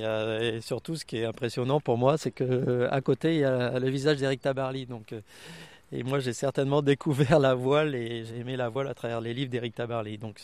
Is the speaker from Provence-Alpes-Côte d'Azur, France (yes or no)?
yes; Aix-en-Provence, Provence-Alpes-Côte d'Azur, France; je ne suis pas du tout originaire de Bretagne, et je ne suis pas breton. Je viens du sud-est de la France, d'Aix-en-Provence, Marseille, pour vous situer.